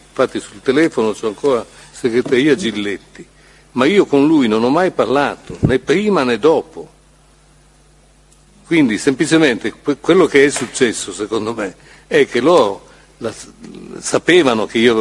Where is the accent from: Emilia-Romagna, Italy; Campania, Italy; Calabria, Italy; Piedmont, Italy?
Piedmont, Italy; Turin; born there; io siccome sono piemontese, sono torinese di nascita, eccetera, e conosco quella zona abbastanza bene